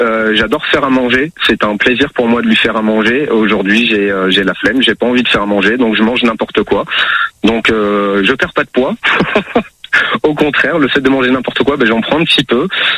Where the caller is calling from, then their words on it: Clermont-Ferrand, Auvergne-Rhône-Alpes, France; Alors moi je suis à Clermont-Ferrand